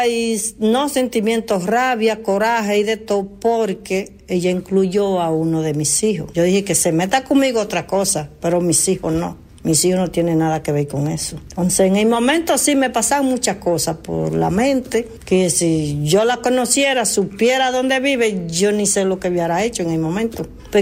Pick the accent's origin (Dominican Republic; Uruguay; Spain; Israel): Dominican Republic; Santo Domingo; born there; moved away; De Santo Domingo, de República Dominicana.